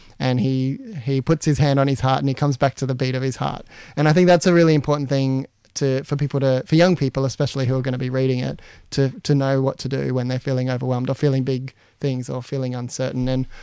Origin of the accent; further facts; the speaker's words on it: Katherine, Northern Territory, Australia; I grew up off country in Catherine, and so my family's from New South Wales.